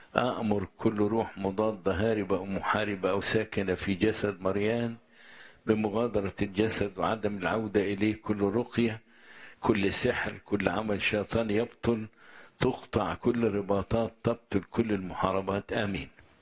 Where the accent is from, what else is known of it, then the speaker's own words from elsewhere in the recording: Egypt; بلدنا مصر.